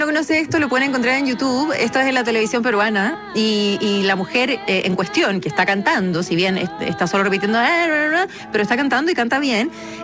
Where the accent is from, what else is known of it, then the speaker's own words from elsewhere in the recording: Calera de Tango, Santiago Metropolitan, Chile; Mi querida comuna, nacida y criada en Canera de Tango.